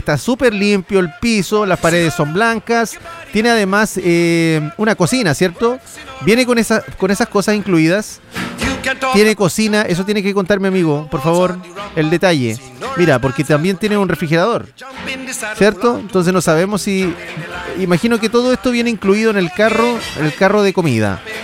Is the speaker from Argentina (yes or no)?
no; Chile